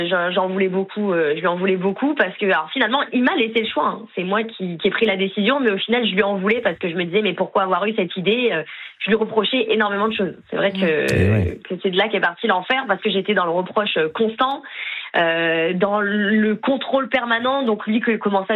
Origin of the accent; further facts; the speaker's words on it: Cannes, Provence-Alpes-Côte d'Azur, France; also born or lived in Lyon; C'est ça, mais je suis sur Cannes depuis que j'ai 4 ans, mais c'est vrai que j'ai pas trop l'accent du Sud.